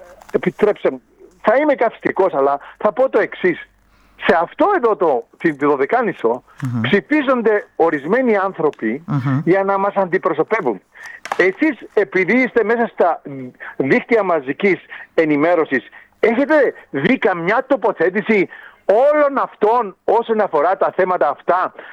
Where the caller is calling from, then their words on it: Greece; στεναχωριέμαι σαν Έλληνας